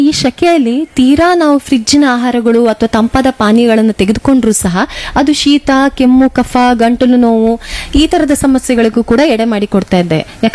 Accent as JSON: {"language": "Kannada", "region": "Karnataka", "country": "India"}